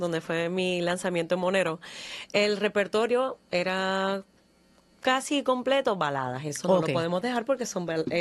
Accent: Santiago de los Caballeros, Santiago, Dominican Republic; now in Puerto Rico; yo soy dominicana, de Santiago de los Caballeros

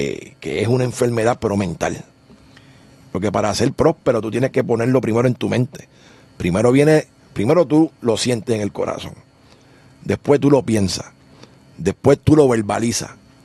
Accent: Puerto Rico; de dónde salió, de dónde salimos como pueblo puertorriqueño

